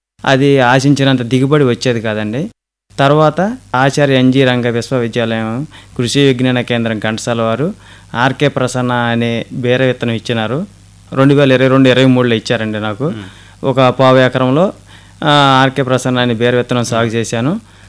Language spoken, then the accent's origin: Telugu; Kosurivaripalem, Andhra Pradesh, India; కోసూరివారిపాలెం మోపిదేవి మండలం కృష్ణా జిల్లా నుంచి వచ్చామండి.